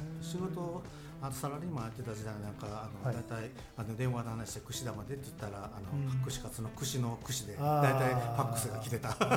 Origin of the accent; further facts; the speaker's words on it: Ibaraki, Osaka, Japan; also born or lived in Nishinomiya; 出身は大阪の茨城市というところで小学校5年生までいてました。